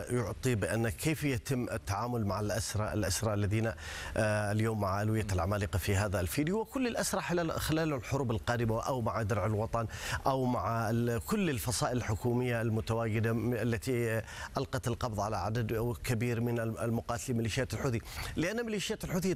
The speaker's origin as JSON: {"language": "Arabic", "country": "Yemen", "said": "نحن مواطنين يمنيين"}